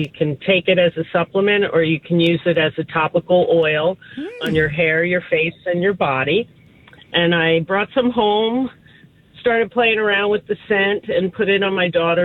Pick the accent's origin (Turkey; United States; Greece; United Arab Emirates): United States; Belmar, New Jersey; I'm from Belmar. Belmar, New Jersey.